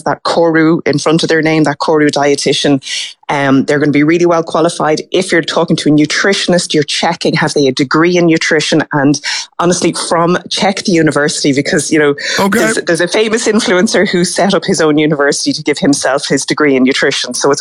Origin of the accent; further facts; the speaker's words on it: Brazil; now in Ireland; Yes, I'm from Brazil originally.